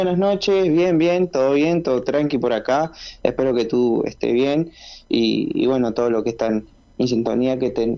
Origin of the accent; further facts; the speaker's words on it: Cebollatí, Rocha, Uruguay; yo soy de Cebollatí, nací y crecí en Cebollatí.